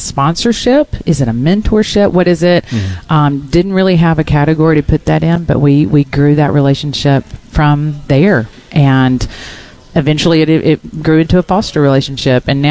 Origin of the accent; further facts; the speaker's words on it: Columbus, Mississippi, United States; I grew up in Columbus, mm-hmm. where Palmer Home was founded 131 years ago.